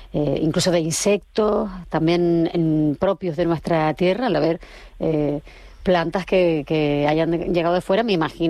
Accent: Canary Islands, Spain

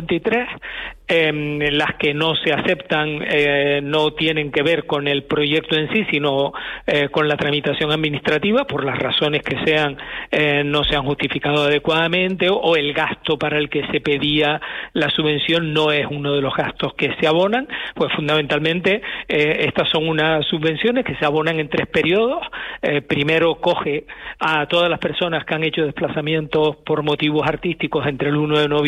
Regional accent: Canary Islands, Spain

